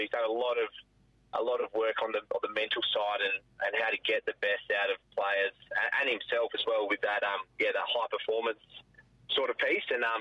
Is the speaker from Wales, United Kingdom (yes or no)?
no; Northampton, East Midlands, United Kingdom; were a massive footy family growing up in Northampton.